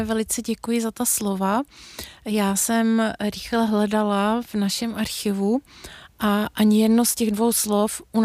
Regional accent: Jindřichův Hradec, South Bohemian Region, Czechia; Já pocházím z Jindřichova Hradce a pro mě to slovo je, řekněme, mám ho ve své slovní zásobě.

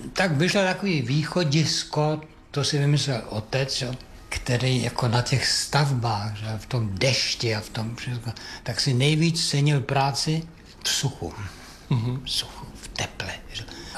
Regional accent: Ervěnice, Ústí nad Labem Region, Czechia; also born or lived in Most; No, já jsem původem teda z Mostu. Narodil jsem se v Mostu, na to si příliš nepamatuju. Takový ranní mládí bylo spíš v Ervěnicích, ty už snad ani neexistují, že jo.

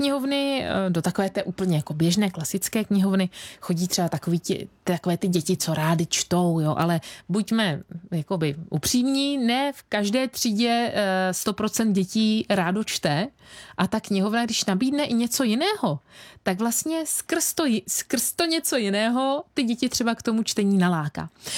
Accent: Rakovník, Central Bohemian Region, Czechia; já jsem z Rakovníka

